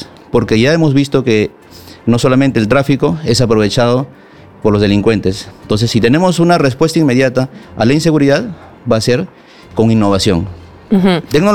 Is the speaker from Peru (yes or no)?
yes; Lima, Peru; Yo soy surquiano, vivo en Surquillo.